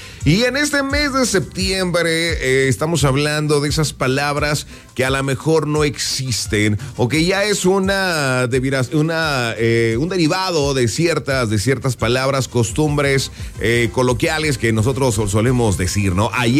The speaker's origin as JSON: {"language": "Spanish", "country": "Mexico", "said": "pero nosotros como mexicanos, 100% mexicanos, las llegamos a decir."}